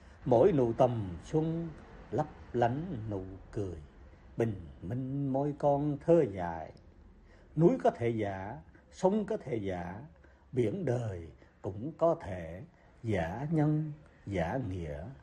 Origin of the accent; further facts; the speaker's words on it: Phú Yên, Vietnam; làng quê của chúng tôi ở Phú Yên, một trong những nơi ác liệt nhất trong hai cuộc chiến tranh chống Pháp và chống Mỹ